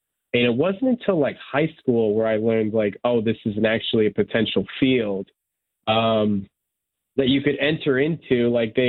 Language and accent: English; United States; Like, I grew up here in the United States, I, as far as, like, I mean, I knew I was, like, Serbian and, like, I guess I was, like, the foreign kid in a way